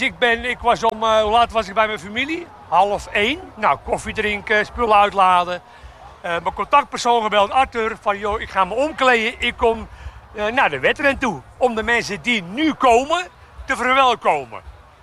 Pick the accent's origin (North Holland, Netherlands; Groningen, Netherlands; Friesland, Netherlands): North Holland, Netherlands; Castricum; ik kom uit Castricum, Noord-Holland, Castricum aan Zee.